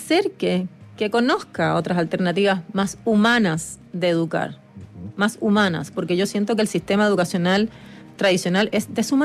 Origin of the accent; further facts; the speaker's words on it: Cuba; now in Chile; Yo soy cubana, cubana y chilena.